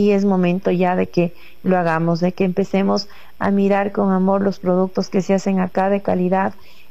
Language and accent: Spanish; Ecuador; nos falta como ecuatorianos creer más en lo nuestro.